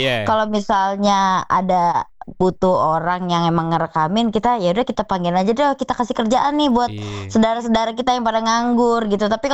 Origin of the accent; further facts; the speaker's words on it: Jakarta, Indonesia; accent: Betawi; Lah kita mah aslinya Betawi Ciganjur, Jagakarsa.